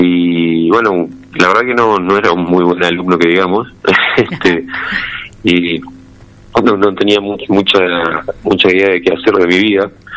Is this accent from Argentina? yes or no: yes; San Miguel de Tucumán, Tucumán, Argentina; moved away as an adult; now in Buenos Aires, Argentina; yo soy tucumano también. Actualmente vivo acá en Buenos Aires.